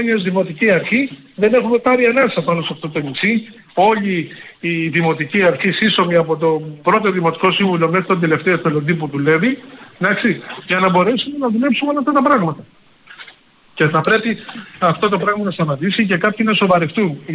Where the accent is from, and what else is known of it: Ithaca, Ionian Islands, Greece